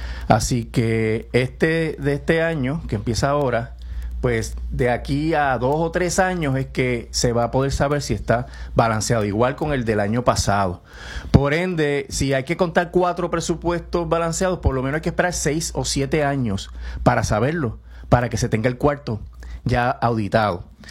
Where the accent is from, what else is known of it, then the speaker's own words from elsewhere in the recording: Ponce, Puerto Rico; como dicen en mi pueblo Ponce.